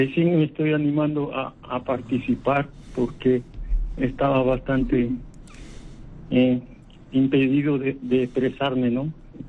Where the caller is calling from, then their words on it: Lima, Peru; Soy un abuelo de base 7. Quería saludar a... … de Jesús María.